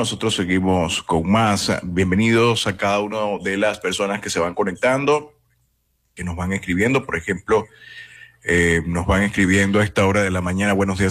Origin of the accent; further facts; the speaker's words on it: Venezuela; porque bueno, al final todos somos venezolanos.